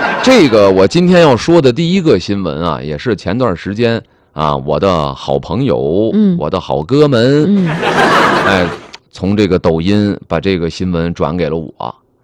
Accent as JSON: {"language": "Chinese", "town": "Dandong", "region": "Liaoning", "country": "China", "tie": "born or raised there", "said": "说我们老家辽宁丹东"}